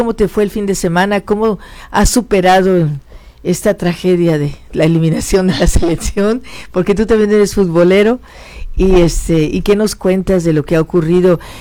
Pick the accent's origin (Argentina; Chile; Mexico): Mexico; Irapuato, Guanajuato; mi ciudad natal se llamaba San Marcos Irapuato. Así se llamaba.